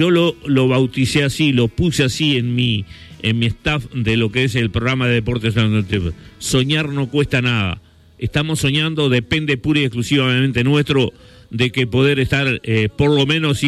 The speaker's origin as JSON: {"language": "Spanish", "town": "Melo", "region": "Cerro Largo", "country": "Uruguay"}